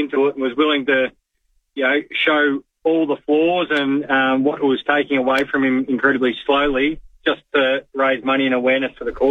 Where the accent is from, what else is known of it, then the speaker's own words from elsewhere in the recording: Geelong, Victoria, Australia; growing up in Geelong in the 90s